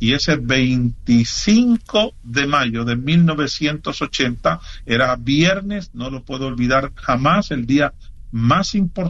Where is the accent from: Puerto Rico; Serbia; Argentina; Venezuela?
Puerto Rico; Corozal; moved away; en el pueblo de Corozal, en mi país natal